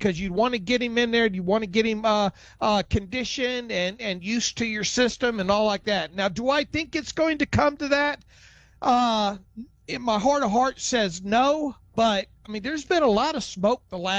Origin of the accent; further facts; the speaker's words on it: the South, United States; Boy, I grew up in the South.